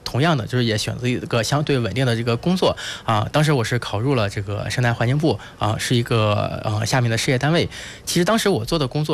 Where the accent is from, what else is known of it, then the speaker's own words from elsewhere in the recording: Jinan, Shandong, China; moved away; 我的这个老家，我本身就出生在咱们历城区董家镇张二村。